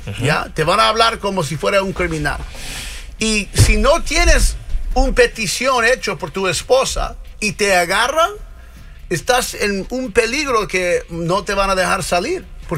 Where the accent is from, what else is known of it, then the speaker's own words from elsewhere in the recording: United States; Tengo mis obligaciones como americano.